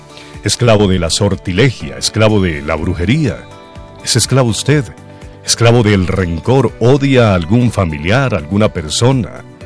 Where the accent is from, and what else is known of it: Colombia